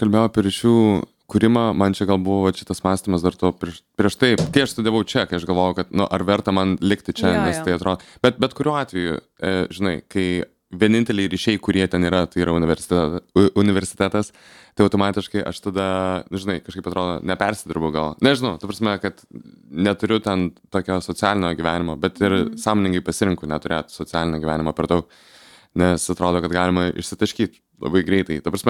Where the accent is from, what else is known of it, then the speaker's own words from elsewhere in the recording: Vilnius, Vilnius County, Lithuania; aš esu iš Vilniaus, tai aš neturiu kur Vilniui pabėgti.